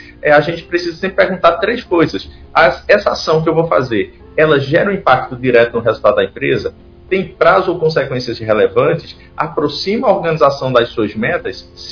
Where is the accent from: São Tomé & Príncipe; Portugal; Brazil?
Brazil; como um bom brasileiro